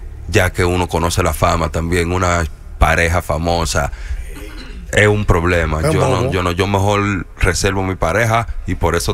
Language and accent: Spanish; Dominican Republic; now in United States; Para que ustedes los dominicanos sepan lo que tenemos en la mano y quiénes somos y lo que representamos.